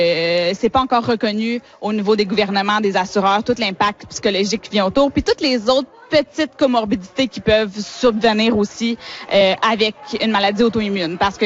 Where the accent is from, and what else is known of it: Quebec, Canada